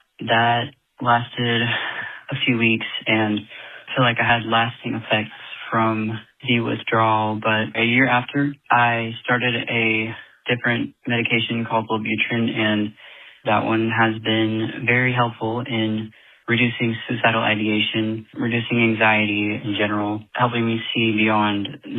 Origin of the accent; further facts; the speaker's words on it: Florida, United States; I'm from the Panhandle in Florida.